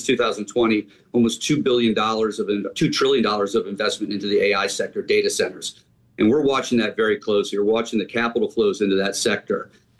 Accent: Detroit, Michigan, United States; and I'm from Detroit, Michigan, so I can pick on Detroit, Cleveland, Pittsburgh, Chicago

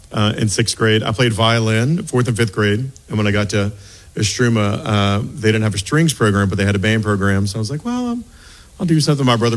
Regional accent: Baton Rouge, Louisiana, United States; I grew up in Central, in Baton Rouge. Went to Bell and Grath Hills Elementary.

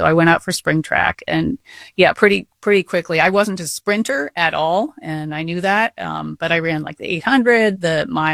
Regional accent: New Jersey, United States; moved away as an adult; now in New York, United States; I moved to the New York area when I graduated, moved back to this area. I'm from New Jersey, but moved into the city in 1983.

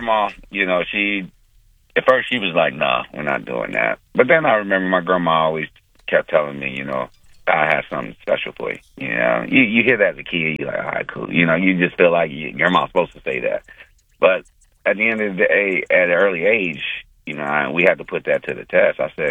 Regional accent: Oklahoma City, Oklahoma, United States; also born or lived in Edmond, Oklahoma; I grew up in Oklahoma City. You know, I've been all over the place, to be honest with you, but I spent majority of my core in Oklahoma City.

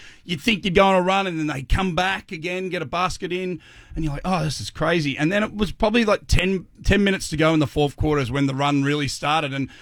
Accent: Australia; now in New York, United States; I love New York. I've been here 25 years. And as an Aussie that grew up loving America, I've got to be in at the NBA Finals

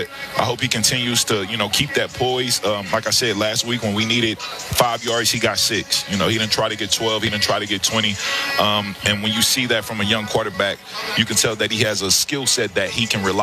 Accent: Texas, United States; No doubt. I mean, as you know, we play big-time ball in Texas.

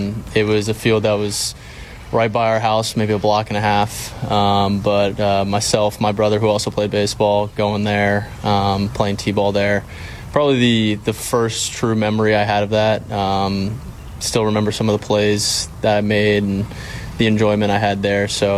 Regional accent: New Jersey, United States; I am from New Jersey

